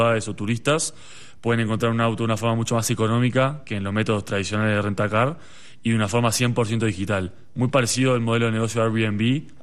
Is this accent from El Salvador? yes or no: no; Uruguay; en mi país, en Uruguay